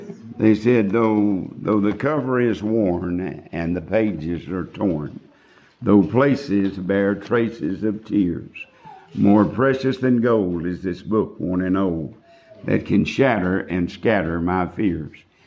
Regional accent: Texas, United States; a little Southern Baptist church in my hometown, about 50 miles outside of Amarillo.

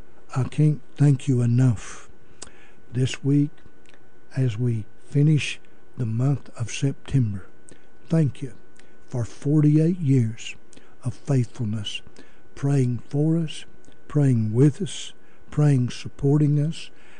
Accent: United States; I am an American that believes in God, that believes in the Word, that believes in Jesus Christ.

